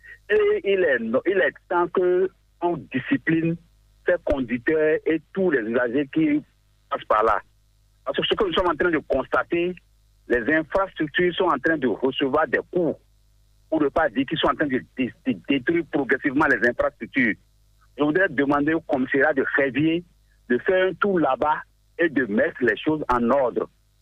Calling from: Benin; Je vous appelle depuis Iranjiro.

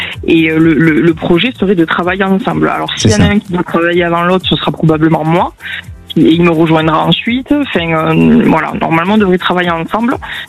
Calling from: Bolquère, Occitanie, France; je vous appelle actuellement de Bolcaire, dans le proche des Angles, dans le 66.

